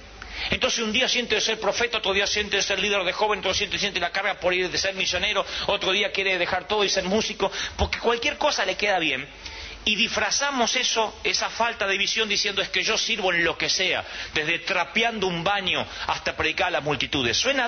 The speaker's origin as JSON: {"language": "Spanish", "country": "Argentina", "said": "Pero ustedes son chilenos como yo, argentino, y nacimos en América Latina."}